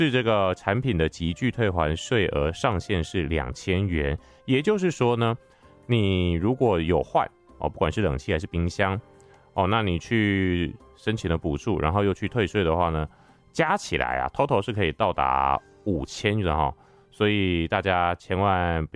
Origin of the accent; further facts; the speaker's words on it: Taiwan; 那我们台湾人呢，虽然已经习惯了哈